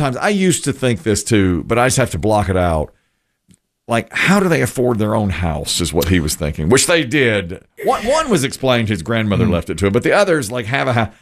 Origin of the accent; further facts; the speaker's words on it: Asheboro, North Carolina, United States; So I was so new to the ways of the world. I'm from Asheboro, North Carolina. I didn't know anything.